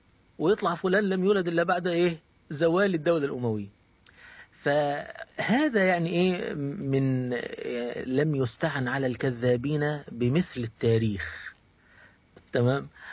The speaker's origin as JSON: {"language": "Arabic", "country": "Egypt", "said": "كان عندنا في مصر"}